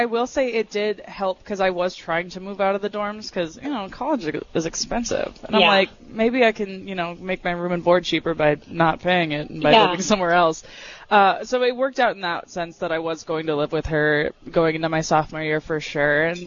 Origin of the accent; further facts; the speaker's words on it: Bismarck, North Dakota, United States; But originally from Bismarck.